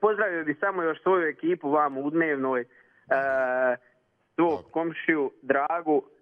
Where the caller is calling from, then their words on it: Slavonia, Croatia; Večeras kod vas izvorno sjelo, a sutra kod nas u Slavoni izvorno sjelo.